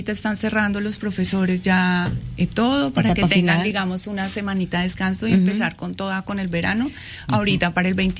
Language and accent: Spanish; Bogotá, Colombia; moved away as an adult; now in Madison, United States; Soy de Colombia, de la capital, Bogotá, okay, linda Colombia. Y muy contenta aquí en Madison con mi familia.